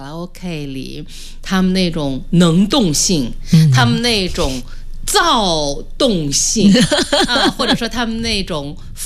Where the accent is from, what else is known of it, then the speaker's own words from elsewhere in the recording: Beijing, China; 对于我从北京来的，从我们大中国去的人，哪看过美军呢？